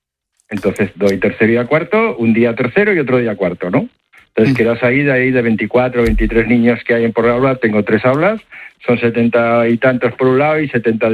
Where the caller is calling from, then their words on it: Utebo, Aragon, Spain; Trabajo en Zaragoza, pero vivo en Utebo.